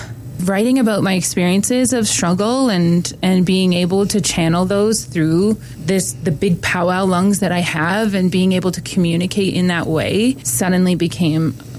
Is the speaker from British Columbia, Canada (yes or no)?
no; Welland, Ontario, Canada; also born or lived in Six Nations; My citizenship is from Six Nations. It's where my family was from. And I grew up in Welland, small town of Welland, Ontario, is where my family grew up.